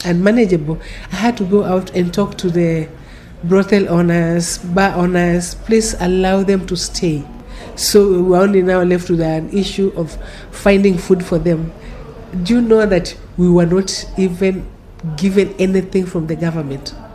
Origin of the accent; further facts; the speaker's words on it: Kilifi, Kilifi County, Kenya; I come from Kilifi, you know, I cannot travel to Kilifi.